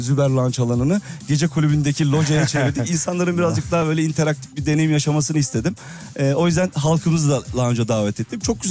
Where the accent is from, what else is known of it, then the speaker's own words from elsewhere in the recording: Istanbul, Turkey; İstanbul'da yaşıyorum. Evet, doğma büyüme İstanbulluyum. Aslen Karadenizliyim, Ordulu'yum. İstanbul'dan, merkezden geliyorum.